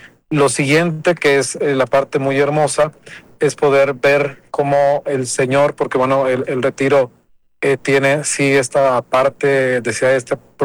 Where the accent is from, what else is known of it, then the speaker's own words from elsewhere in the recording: Irapuato, Guanajuato, Mexico; Yo soy de Irapuato, entonces, pero sigo en contacto con ellos